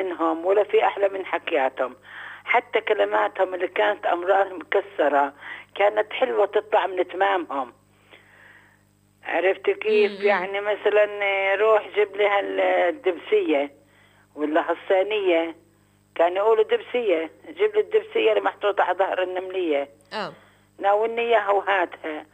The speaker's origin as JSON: {"language": "Arabic", "town": "Nablus", "region": "West Bank", "country": "Palestine", "tie": "born or raised there", "said": "طب أنا بنت نابلس وعايشة في نابلس وأم الدنيا"}